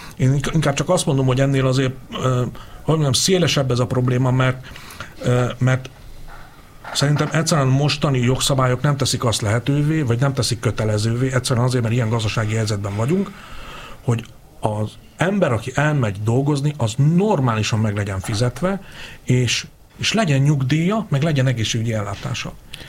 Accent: Hungary; egyfelől vidéken születtem, ebben nőttem fel, tehát én nagyon jól látom.

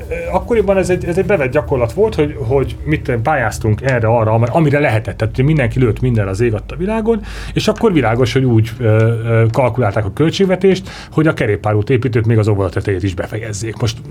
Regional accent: Hungary; Ugye magyarok is vagyunk, kurucosak is vagyunk

